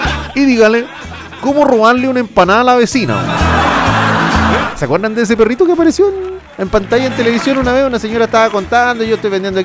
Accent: Chile; uno a veces como chileno

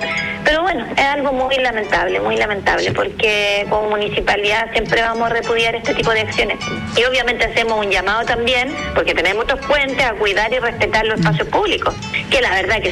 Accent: Chile; el corazón se inflama como chileno también

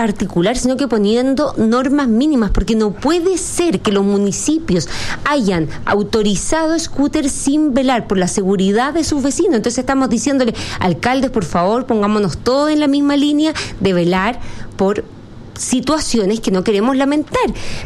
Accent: Chile; que nos unimos como chilenos

